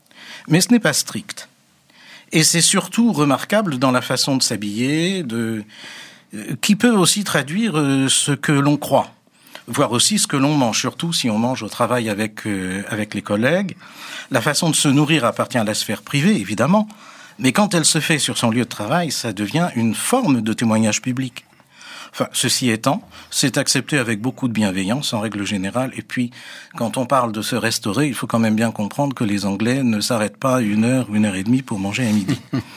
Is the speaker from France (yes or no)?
yes; France; chez nous en France.